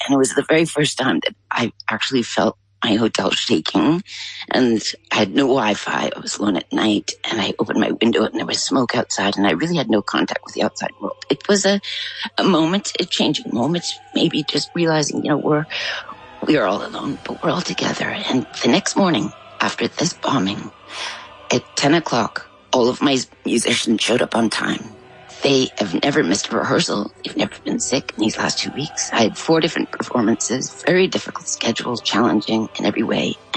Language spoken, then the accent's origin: English; Canada; born or raised there